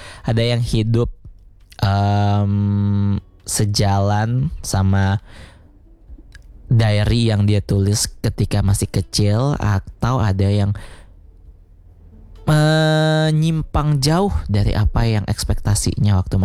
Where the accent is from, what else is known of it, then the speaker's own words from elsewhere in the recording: Lombok, West Nusa Tenggara, Indonesia; born there; What if aku gak terlahir di Lombok?